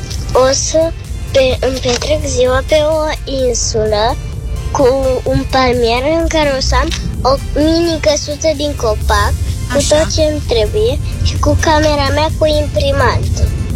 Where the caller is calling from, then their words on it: Bucharest, Romania; din București.